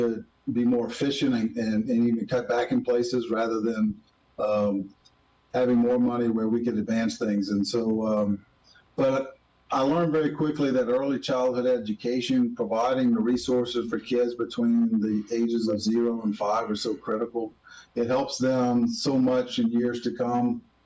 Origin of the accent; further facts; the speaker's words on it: Gonzales, United States; I was going to say I grew up in Gonzales, but maybe we already covered that.